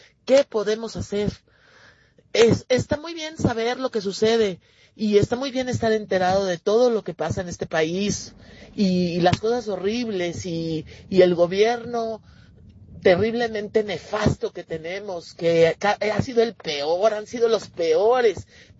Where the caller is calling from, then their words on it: Mexico City, Mexico; de la Cuauhtémoc.